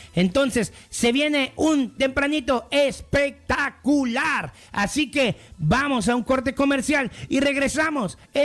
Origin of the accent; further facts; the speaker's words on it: Mexico; Le dije, yo soy mexicano.